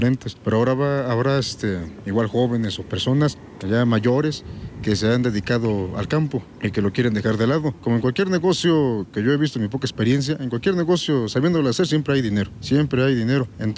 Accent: Mexico; al menos como mexicano

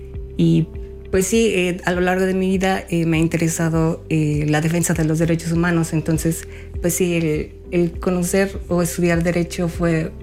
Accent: Mexico

